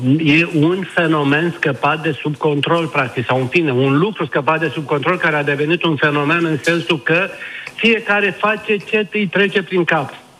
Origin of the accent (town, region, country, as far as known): Romania